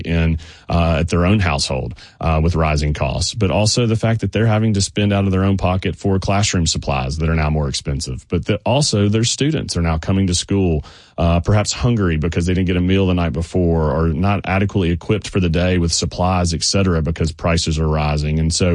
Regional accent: Columbia, Tennessee, United States; Of course, I'm from Columbia, born and raised, went to school in Knoxville, went to law school in Memphis. And so I'm Tennessee through

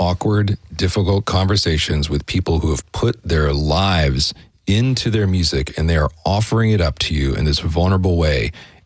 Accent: Kansas, United States; I think you can consider all of the time from growing up in Kansas to being at the college radio station

